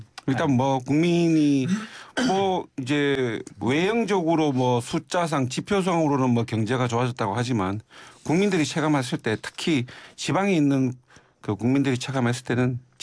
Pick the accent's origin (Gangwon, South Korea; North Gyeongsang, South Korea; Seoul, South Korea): North Gyeongsang, South Korea; Mungyeong; moved away; 저희 고향에 계신 분들 이렇게 예, 문경 상주 지역인데